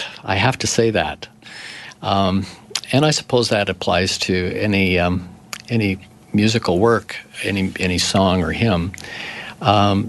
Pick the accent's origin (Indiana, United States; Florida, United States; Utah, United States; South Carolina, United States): Utah, United States; Spanish Fork; moved away as an adult; also born or lived in Los Angeles; my hometown, Spanish Fork